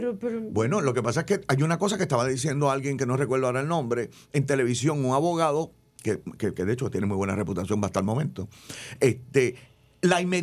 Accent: Puerto Rico; Gente que ama Puerto Rico porque somos puertorriqueños y porque además de esto nuestra isla es maravillosa.

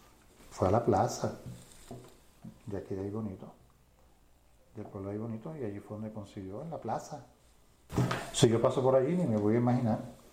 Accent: Puerto Rico; nosotros somos boricuas

